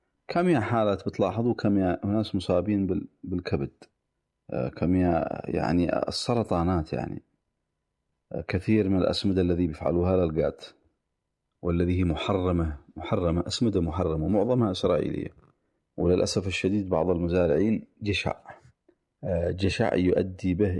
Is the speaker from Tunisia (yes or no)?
no; Yemen; عندنا في اليمن محاصرين